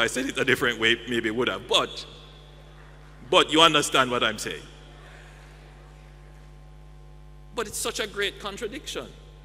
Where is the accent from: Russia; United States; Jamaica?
Jamaica; Maybe it is just the exceptional ambition being a Jamaican.